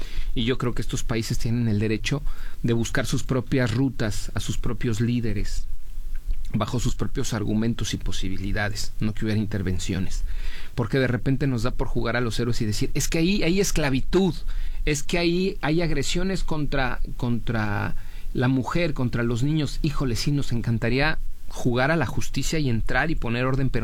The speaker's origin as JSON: {"language": "Spanish", "country": "Mexico"}